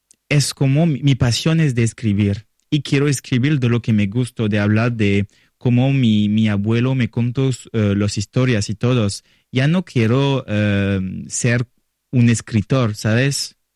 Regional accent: France; Spanish is a second language; also born or lived in Costa Rica / Panama / Mexico; yo no soy un latino, pero hablo de esta cultura como un francés. Yo tengo linajes de Colombia también, pero yo soy un francés.

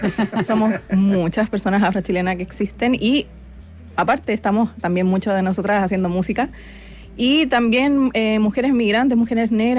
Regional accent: Chile; Claro, y yo soy súper chilena para hablar.

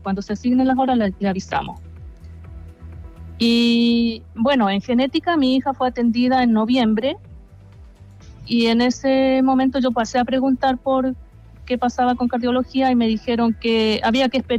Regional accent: Melipilla, Santiago Metropolitan Region, Chile; porque nosotros somos de Melipilla y nos correspondía en el San Juan de Dios

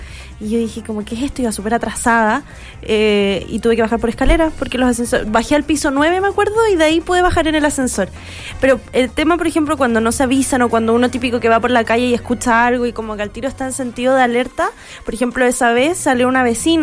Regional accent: Aysén, Chile; moved away; yo soy de Aysén, allá también hacíamos evacuaciones como generales de toda la ciudad

